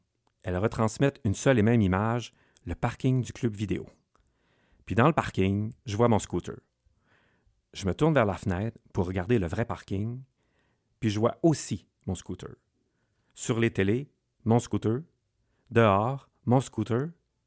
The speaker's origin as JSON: {"language": "French", "town": "Alma", "region": "Quebec", "country": "Canada", "tie": "born or raised there", "said": "c'est ma ville natale, moi aussi, Alma"}